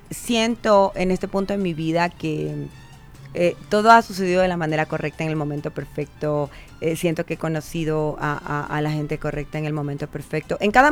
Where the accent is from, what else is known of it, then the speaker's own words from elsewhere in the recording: Manabí, Ecuador; yo vengo de Manabí